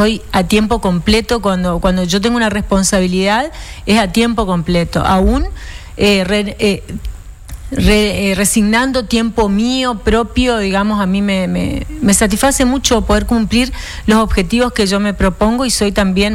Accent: Chaco, Argentina; born there; estudié en Tirol, porque en mi pueblo no había colegio secundario.

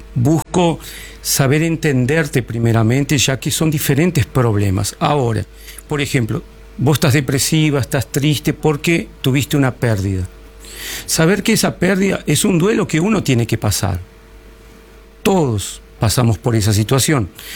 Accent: Bariloche, Río Negro, Argentina; moved away as an adult; now in Corrientes, Argentina; Yo soy nacido en Bariloche

